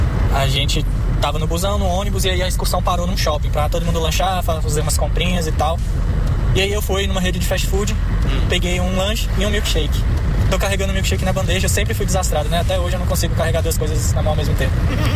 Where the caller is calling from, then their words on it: Brasília, Federal District, Brazil; falo de Brasília, Distrito Federal.